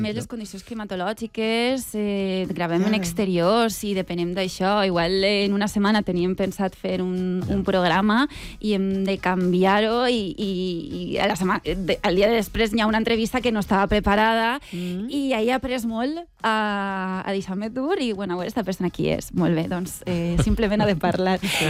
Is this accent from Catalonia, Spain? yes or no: no; Alcoy, Valencian Community, Spain; I arribem a Alcoi, al meu poble.